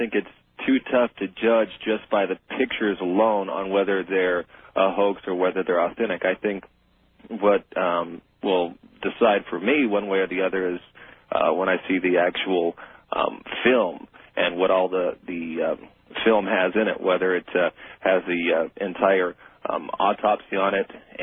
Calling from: Bakersfield, California, United States; calling from Bakersfield.

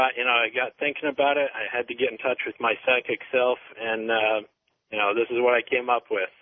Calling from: Tampa, Florida, United States; This is your buddy … from Tampa, Florida.

